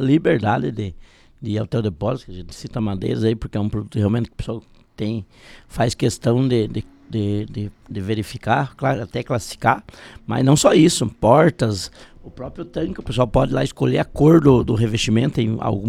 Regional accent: Rio Grande do Sul, Brazil; now in Paraná, Brazil; eu sou gaúcho também, aqui na nossa região

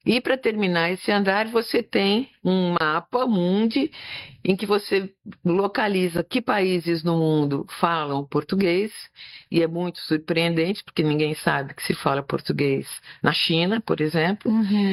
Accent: Brazil

